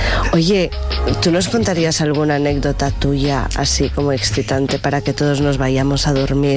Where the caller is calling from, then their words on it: Madrid, Community of Madrid, Spain; Sí, estoy en Madrid